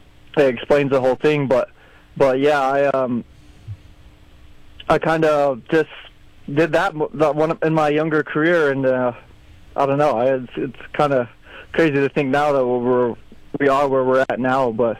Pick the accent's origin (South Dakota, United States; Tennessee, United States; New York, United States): South Dakota, United States; Kyle; I grew up in Kyle, South Dakota, on the dead center of the Pioneer Reservation.